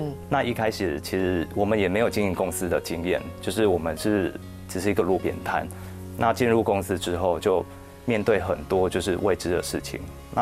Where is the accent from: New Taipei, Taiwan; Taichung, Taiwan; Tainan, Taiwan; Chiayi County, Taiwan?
Tainan, Taiwan; 我们都是台南人，那台南人就是有一个蛮道地的特色，就是说就是我们都是蛮脚踏实地的在做好每一件事情。